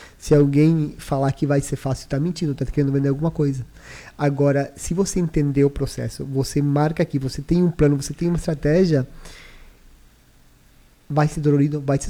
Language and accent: Portuguese; Dionísio, Minas Gerais, Brazil; moved away; Sou de Dionísio, né?